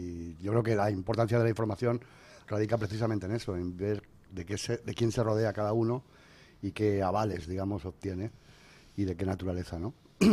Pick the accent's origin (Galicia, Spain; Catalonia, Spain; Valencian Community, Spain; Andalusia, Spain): Valencian Community, Spain; Benidorm; moved away; He estado en Benidorm, en mi tierra.